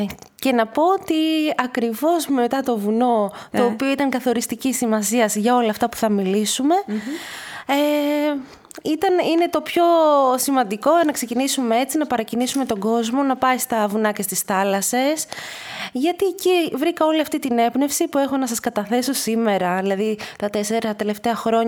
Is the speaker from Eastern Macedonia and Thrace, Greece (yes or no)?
yes; Komotini, Eastern Macedonia and Thrace, Greece; Και είμαι από εδώ, είμαι από την Κομοτηνή.